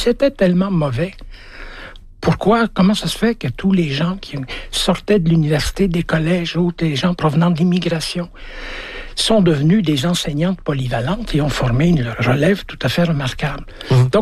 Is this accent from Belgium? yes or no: yes; Belgium; also born or lived in Africa; now in Quebec, Canada; Mais moi, je suis arrivé de l'étranger, j'ai grandi en Afrique, dans toutes sortes d'écoles, puis je suis arrivé, puis ma dernière année secondaire que j'ai fait ici, je l'ai trouvé dans une polyvalente. Puis je dis toujours, j'ai grandi en Afrique et en Belgique, mais j'ai été éduqué au Québec